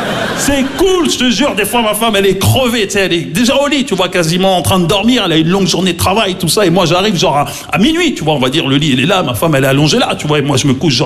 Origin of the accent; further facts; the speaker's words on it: Maisons-Alfort, Île-de-France, France; parce que j'ai grandi à Maisons-Alfort, en plus, tu vois, dans le 9-4, tu vois.